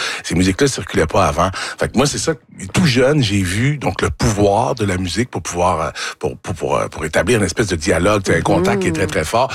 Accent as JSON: {"language": "French", "town": "Sainte-Thècle", "region": "Quebec", "country": "Canada", "tie": "born or raised there", "said": "Tu sais, moi, j'ai grandi en Mauricie, OK?"}